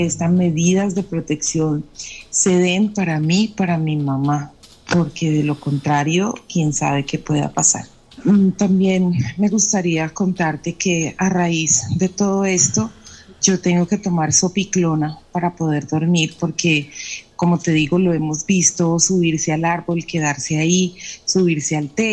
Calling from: Colombia; como una colombiana de bien que soy.

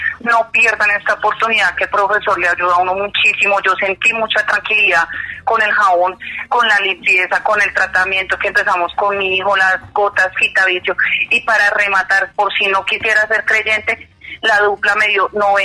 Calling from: Puerto Parra, Santander, Colombia; Puerto Parra, Santander.

